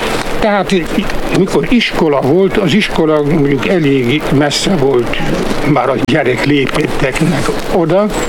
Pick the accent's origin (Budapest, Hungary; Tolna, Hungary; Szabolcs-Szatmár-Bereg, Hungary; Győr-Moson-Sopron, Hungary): Tolna, Hungary; Minden falutól messze első puszta az, ahol én születtem, Rátszeg, Felső Rátszegre, ezt a Simon Tornya és Sárszent Lőrinc között. Ott volt az apám uradalmi főgépész.